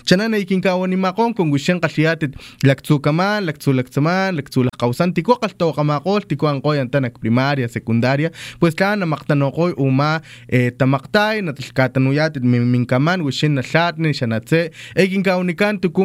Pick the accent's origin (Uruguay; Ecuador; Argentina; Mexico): Mexico; Coxquihui, Veracruz; Ellos son originarios allá del municipio de Coxquiwi, sí, mi tierra natal